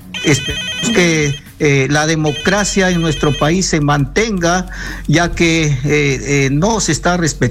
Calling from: Amazonas, Peru; soy del departamento de Amazonas.

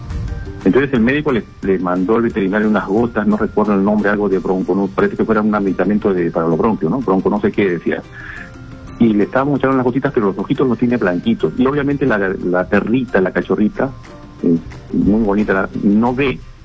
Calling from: Pisco, Ica, Peru; llamo desde la ciudad de Pisco.

